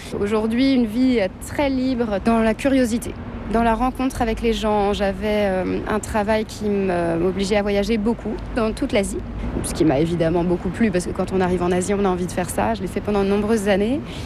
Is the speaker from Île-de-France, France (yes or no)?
yes; Paris, Île-de-France, France; also born or lived in Detroit, Michigan, United States; now in Hong Kong; J'ai grandi à Paris.